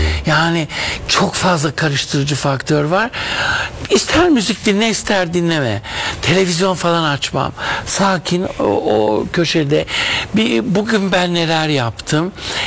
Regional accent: Istanbul, Turkey; İstanbul'da doğdum büyüdüm. Evet. Levent ve Beylerbeyi arasında ve Mecidiyeköy.

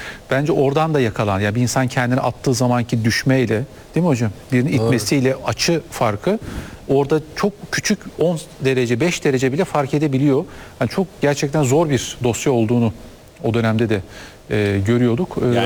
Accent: Yalova, Turkey; Tahir Bey, o zaman ben de Yalovalıyım.

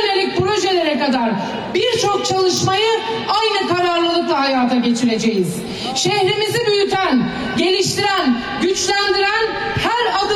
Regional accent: Afyonkarahisar, Turkey; Bu şehrin havasını solumuş, bu memleketin derdiyle dertlenmiş bir evladınız olarak dün olduğu gibi bugün de tek sevdamın Afyonkarahisar olduğunu özellikle ifade etmek istiyorum.

